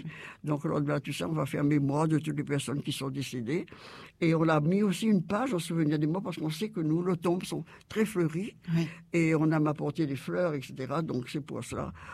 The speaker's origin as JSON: {"language": "French", "region": "Réunion", "country": "France", "said": "Souvent, chez nous, à La Réunion, encore plus, je veux dire très souvent, donc on apporte des fleurs."}